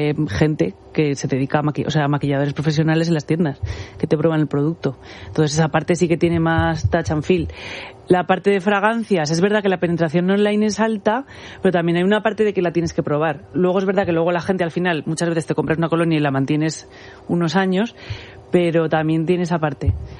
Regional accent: Zaragoza, Aragon, Spain; yo recuerdo, yo que soy de Zaragoza, había una tienda que solo hacían

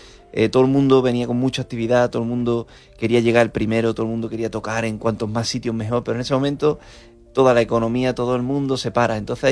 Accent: Utrera, Andalusia, Spain; no solamente era de mi tierra, ¿no? De Utrera, donde quizás yo trataba de ir despuntando, ¿no? O en Sevilla o tal

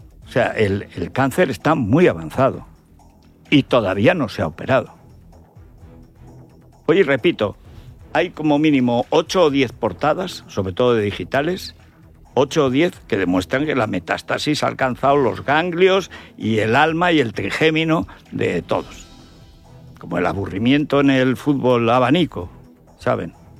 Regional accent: Teruel, Aragon, Spain

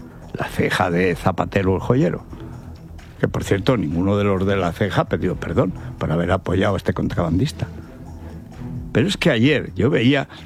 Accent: Teruel, Aragon, Spain; now in Madrid, Spain; yo también querría que mi pueblo, Teruel, en vez de menos de 500 habitantes, tuviera 1,000 como cuando yo nací.

